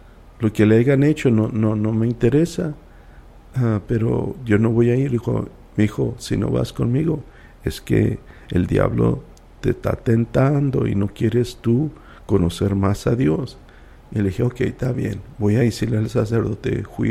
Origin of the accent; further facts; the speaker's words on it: El Paso, Texas, United States; born there; Mira, nosotros, yo y tú y Rosa, nacimos en el Paso, en un hospital de monjas, ¿ok? Allí nacimos en el Hospital San José, que estaba en el centro.